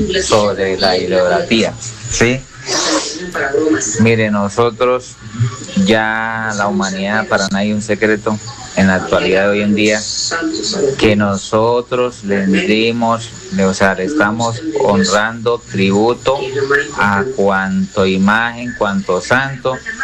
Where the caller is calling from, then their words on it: Bucaramanga, Santander, Colombia; Reporte de sintonía desde la ciudad bonita.